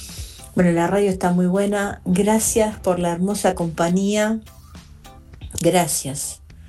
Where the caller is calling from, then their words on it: San Miguel, Buenos Aires Province, Argentina; de San Miguel.